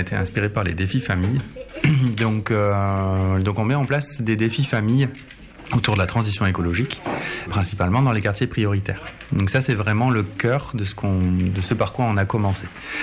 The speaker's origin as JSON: {"language": "French", "area": "Landes", "region": "Nouvelle-Aquitaine", "country": "France", "tie": "born or raised there", "also_born_or_lived": "Albi", "moved": "as an adult", "lives_now": "Toulouse area, France", "said": "j'ai 45 ans cette année, j'ai deux enfants, j'ai grandi dans les Landes et je suis arrivé dans la région toulousaine après mes études sur Albi autour des années 2000."}